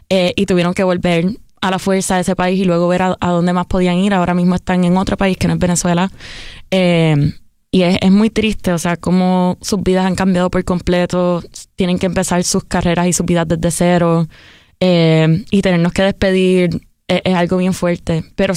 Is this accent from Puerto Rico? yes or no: yes; Puerto Rico